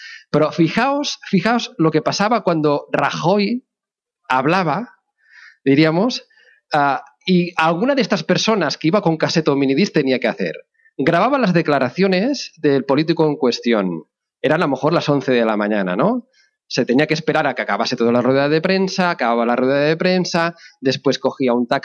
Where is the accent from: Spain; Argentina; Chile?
Spain; Barcelona, Catalonia; moved away as an adult; now in Madrid, Spain; Yo soy catalán de Barcelona.